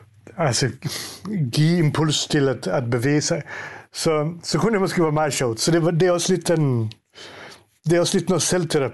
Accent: Finland; Jeg er vokset op i Finland selv i 80'erne og 90'erne

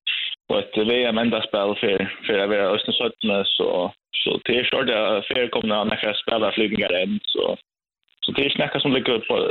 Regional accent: Poland; Swedish is a second language; Och särskilt att jag kom från Polen, vi alltid hade hälte vi

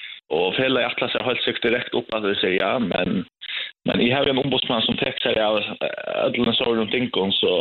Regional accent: Poland; now in Sweden; Och särskilt att jag kom från Polen, vi alltid hade hällde vi och ner och så kom jag till Lugan här.

